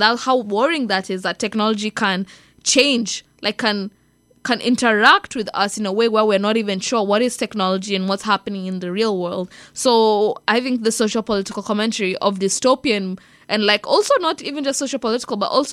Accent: Kenya; because Lupita Nyong'o is Kenyan and I'm Kenyan.

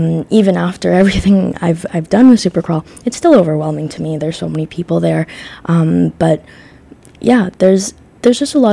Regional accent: Toronto, Ontario, Canada; moved away as an adult; I grew up in Toronto

